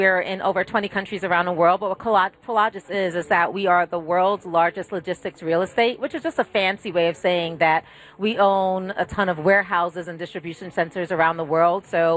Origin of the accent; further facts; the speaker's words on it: New York, United States; but I will tell you, as a New Yorker, seeing us has been like a half a century.